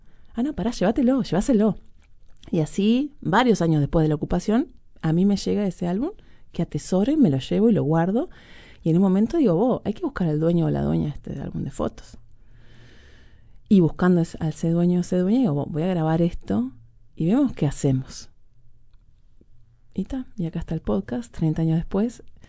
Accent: Montevideo, Uruguay; also born or lived in Buenos Aires; now in New York, United States; yo me mudé de Uruguay hace 16 años, antes no, de Buenos Aires a Nueva York, después, o sea, qué tipo... Hay miles de cosas que yo dejé en Montevideo

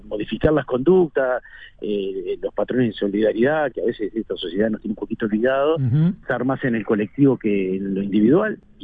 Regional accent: Montevideo, Uruguay; also born or lived in La Unión, Montevideo; Yo, por más que nací en La Unión, desde muy chico nos fuimos a vivir ahí al Complejo Campo Español, inaugurado como en el 84

